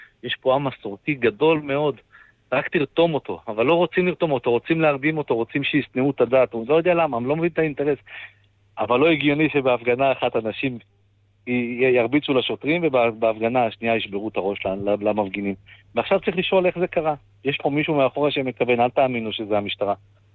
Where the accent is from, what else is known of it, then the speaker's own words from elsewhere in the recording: Tel Aviv, Tel Aviv District, Israel; אני תל אביבי